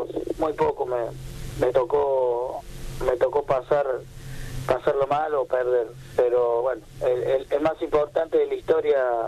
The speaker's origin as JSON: {"language": "Spanish", "region": "Córdoba", "country": "Argentina", "moved": "as an adult", "lives_now": "Buenos Aires, Argentina"}